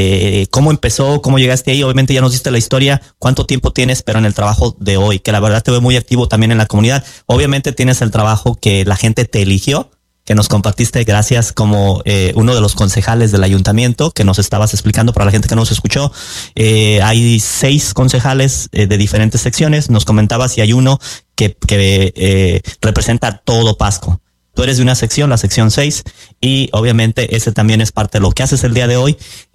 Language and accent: Spanish; Colima, Mexico; moved away; porque yo soy de Colima, tu servidor